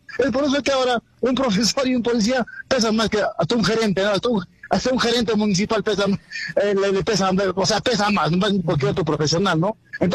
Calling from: Putina, Puno, Peru

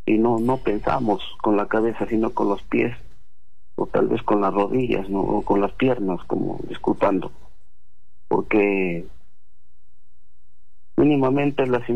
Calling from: Peru; nos ufanamos de ser peruanos

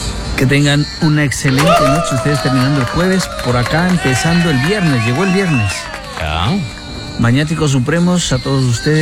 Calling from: Zaragoza, Aragon, Spain; Saludos desde Zaragoza, España.

